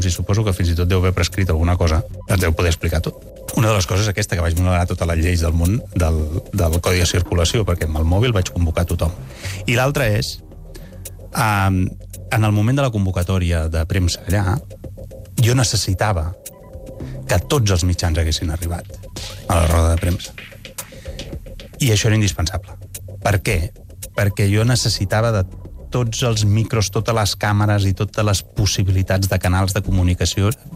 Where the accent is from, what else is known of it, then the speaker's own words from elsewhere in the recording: Breda, Catalonia, Spain; jo estava al poble, jo soc de Breda, jo estava a Breda